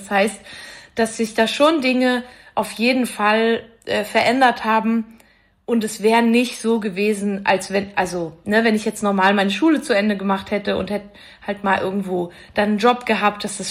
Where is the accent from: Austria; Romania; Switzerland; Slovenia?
Switzerland; Valais; ich komme ja aus dem Wallis ursprünglich